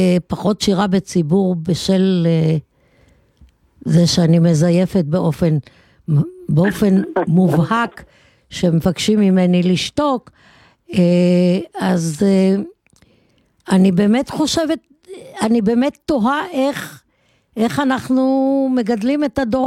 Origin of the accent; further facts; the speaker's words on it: Tel Aviv, Tel Aviv District, Israel; אני גדלתי בתל אביב